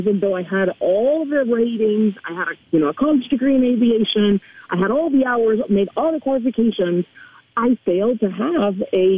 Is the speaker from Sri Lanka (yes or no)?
no; Spain; first language Spanish; English is a second language; I'm from Spain, so Spanish is my first language. I kind of had to learn English as part of learning to fly.